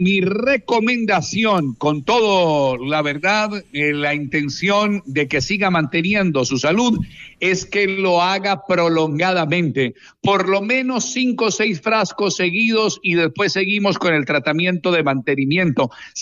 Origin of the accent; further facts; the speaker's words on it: Manabí, Ecuador; moved away; Extraño Manabí, mi tierra querida.